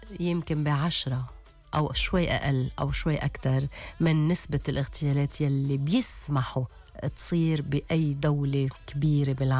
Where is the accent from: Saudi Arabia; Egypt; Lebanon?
Lebanon; والله أنا محظوظة أني ببلد مميز